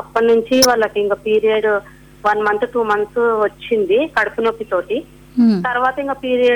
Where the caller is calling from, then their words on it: Hyderabad, Telangana, India; మేము హైదరాబాద్ నుంచి మాట్లాడుతున్నాం మేడం.